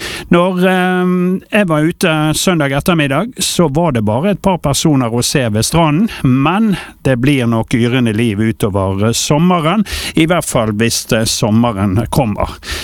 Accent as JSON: {"language": "Norwegian", "region": "Western Norway", "country": "Norway", "said": "men som vestlendinger så har vi jo evnen til å vente"}